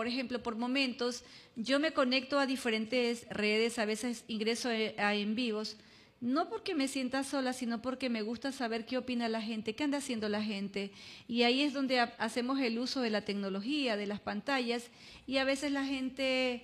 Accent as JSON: {"language": "Spanish", "country": "Ecuador", "said": "los ecuatorianos somos muy apasionados por el deporte"}